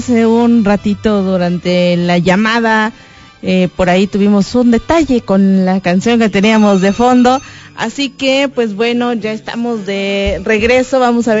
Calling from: Amatenango, Chiapas, Mexico; de Guadalupe Victoria, municipio de Amatenango.

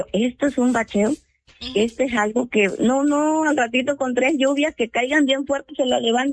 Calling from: Mapastepec, Chiapas, Mexico; Aquí de Mapastepec.

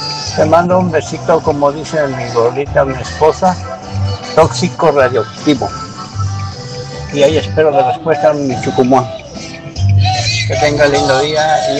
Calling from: Mexico; de Ciudad Mayor.

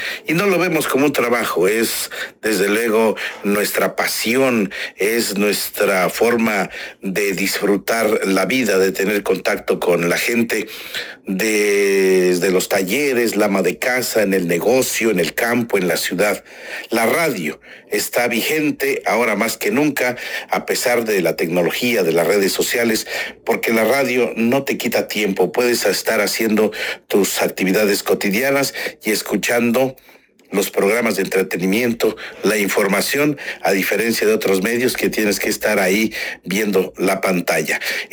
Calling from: Comitán, Chiapas, Mexico; accent: Comiteco; desde la región Meseta, Comiteca, Tojolabal.

